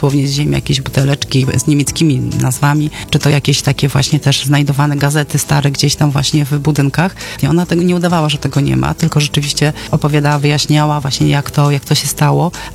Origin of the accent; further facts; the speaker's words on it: Pomeranian Voivodeship, Poland; teraz właśnie tak lubię o sobie myśleć i mówić, że jestem z Pomorza.